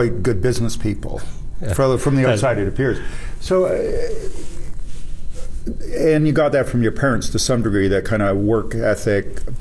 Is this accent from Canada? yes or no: yes; Toronto, Ontario, Canada; I grew up in Scarborough. I grew up at Pharmacy and Victoria and Eglinton.